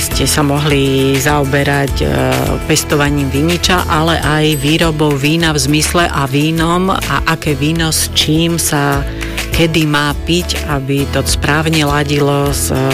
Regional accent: Pezinok, Bratislava Region, Slovakia; U nás v Pezinku

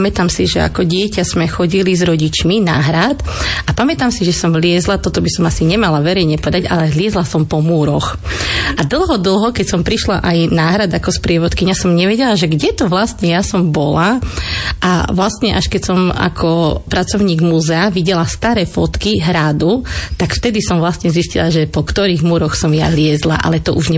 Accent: Stará Ľubovňa, Prešov Region, Slovakia; Ako moji rodičia rozprávajú, ja som jediná rodina Ľubovňanka, keďže moji rodičia sú taký, nazvala by som to východniarský mix, ja sa vždy smejem, že ja som čistý Šarišan, lebo moja mamka je zo Spiša a ocko je z Abova a presne v strede je Šariš, takže som čistý Šarišan.

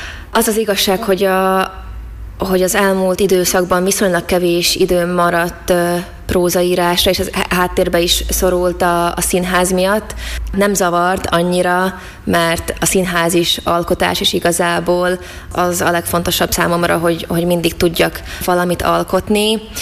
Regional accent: Slovakia; felvidékiként én elég komoly helyzeti előnnyel indultam a fordításoknál, mert a négy országból igazából három nyelven értettem

